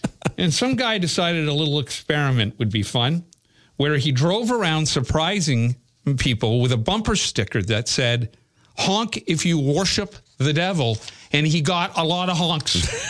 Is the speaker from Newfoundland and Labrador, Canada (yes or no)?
no; Toronto, Ontario, Canada; yeah, I'm from Toronto. Oh, where's Toronto? Oh, it's in Ontario.